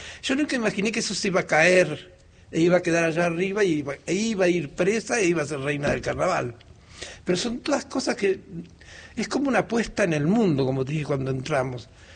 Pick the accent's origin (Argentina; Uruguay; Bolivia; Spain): Argentina; Ingeniero Jacobacci, Río Negro; also born or lived in San Antonio Oeste; No, yo nací en San Antonio, en Las Grutas, pero mi padre se mudó a Jacobacci, mi familia. Y allí nevaba, y yo escribía y dibujaba